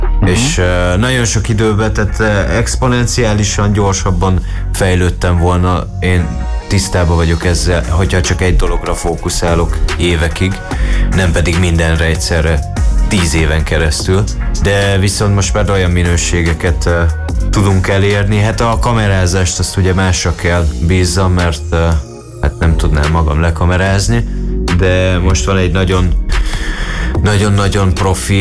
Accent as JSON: {"language": "Hungarian", "region": "Transylvania", "country": "Romania", "said": "Otthon Erdélyben írtam meg mind a kettőt, és ugye most otthon Erdélyben is forgattuk le a klippeket rájuk."}